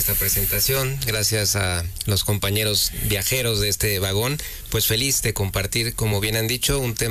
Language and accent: Spanish; Puebla, Mexico; pues yo también soy poblano